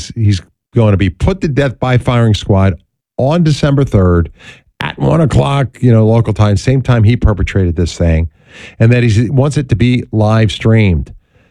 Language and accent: English; Philadelphia, Pennsylvania, United States; And there in my hometown of Philadelphia, it's good to have you on the air with us.